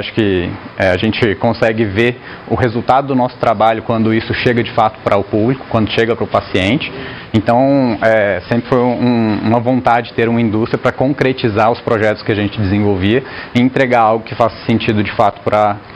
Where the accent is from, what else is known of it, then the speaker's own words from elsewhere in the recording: Brasília, Federal District, Brazil; eu sou engenheiro eletricista de formação, eu formei na UNB, eu sou de Brasília.